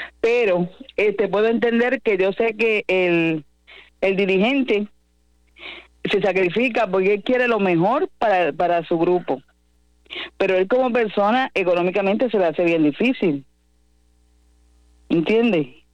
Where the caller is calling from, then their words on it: San Germán, Puerto Rico; yo soy de San Germán y vivo orgulloso. Y vivo orgullosa